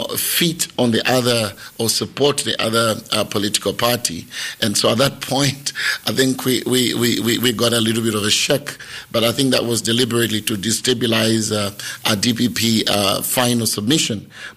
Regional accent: Lusaka, Lusaka Province, Zambia; Lusaka is my backbone. I mean, I come from Mandevu. I'm a Kombon boy

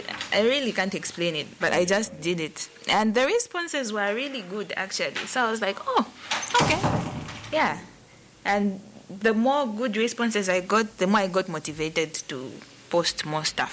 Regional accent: Zambia; I'm from Zambia.

